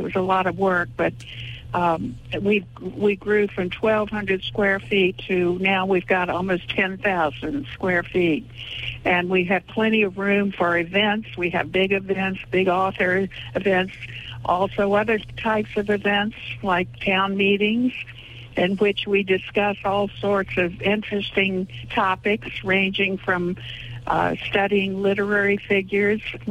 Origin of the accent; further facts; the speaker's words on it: Flintwood, Virginia, United States; born there; Well, I guess where I was born, in Flintwood, Virginia, in Dickinson County.